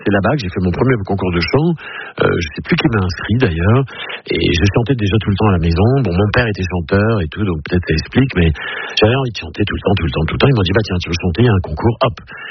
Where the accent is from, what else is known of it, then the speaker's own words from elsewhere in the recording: Paris, Île-de-France, France; je suis un petit poulbeau moi de Montmartre, j'étais dans le 18e et j'ai eu une vie de village finalement dans Paris, c'est le seul petit village dans Paris